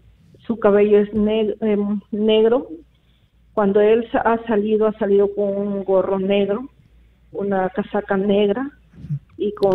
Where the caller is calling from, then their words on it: Lambayeque, Peru; Soy de Lambayeque, de Pueblo Joven San Martín.